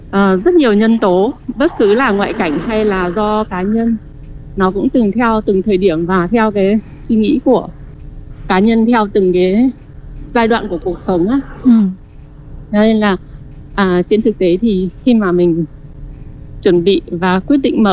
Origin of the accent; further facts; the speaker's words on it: Hanoi, Vietnam; now in Taiwan; mình đến từ Hà Nội và mình sinh sống ở Đài Loan được 27 năm.